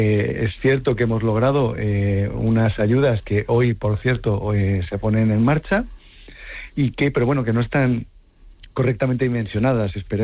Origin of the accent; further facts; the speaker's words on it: Madrid, Community of Madrid, Spain; now in Ceuta, Spain; porque yo soy madrileño, yo conocí Ceuta cuando en el año 2001 y me quedé profundamente enamorado.